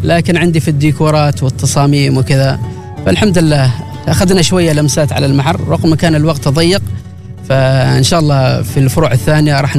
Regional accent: Oman; صار نحن كعمانيين البيت الثالث، يعتبر البيت الاول هو بيتك، البيت الثاني هو العمل، البيت الثالث يعتبر ركن القهوه.

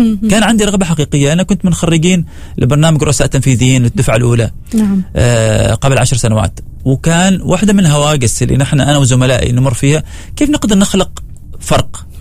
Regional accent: Oman; نحن كعمانيين

